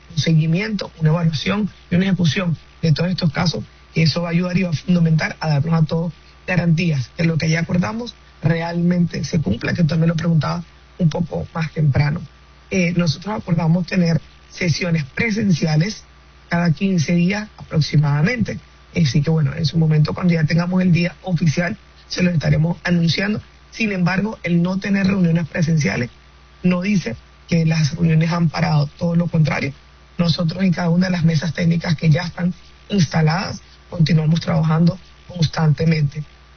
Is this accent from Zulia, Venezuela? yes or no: yes; Zulia, Venezuela